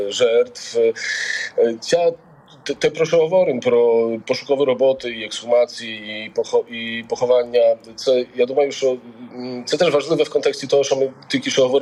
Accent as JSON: {"language": "Ukrainian", "country": "Poland", "said": "Я не зустрівся з поганою, з поганим ставленням до мене, як до поляка"}